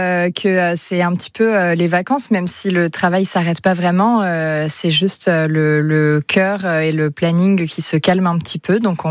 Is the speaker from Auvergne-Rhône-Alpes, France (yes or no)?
no; Béziers, Occitanie, France; j'ai grandi à Béziers, j'étais juste à côté.